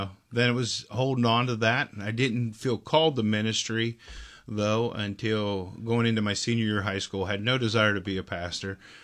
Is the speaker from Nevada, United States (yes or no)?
no; Newcastle, Pennsylvania, United States; I grew up in Newcastle, Pennsylvania.